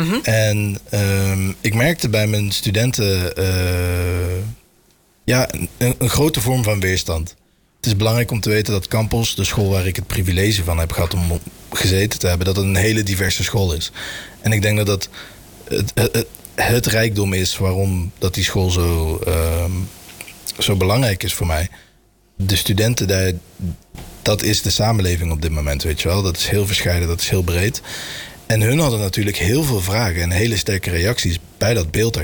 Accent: Turnhout, Flanders, Belgium; also born or lived in Tilburg, Netherlands; nationaliteitsgewijs ben ik Nederland. Maar ik woon al heel mijn leven in België. Ja. Mijn ouders woonden daar voordat ik geboren was. Maar ik ben in Tilburg geboren.

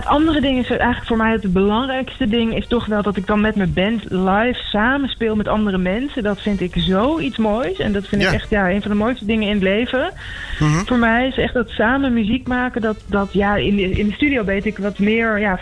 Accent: Amsterdam, North Holland, Netherlands; volgende week in de Melkweg in Amsterdam. Dat is ook mijn thuisstad.

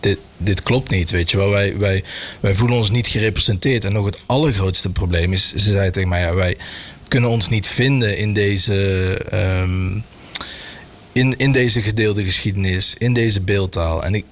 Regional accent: Belgium; also born or lived in Tilburg; Maar ik woon al heel mijn leven in België. Mijn ouders woonden daar voordat ik geboren was. Maar ik ben in Tilburg geboren.

